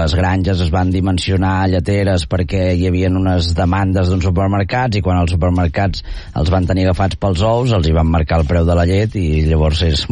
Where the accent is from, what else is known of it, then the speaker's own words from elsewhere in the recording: Catalonia, Spain; Jo sóc d'Osona i ja saps que ens costa abraçar-nos i tal, i som una gent una mica seca.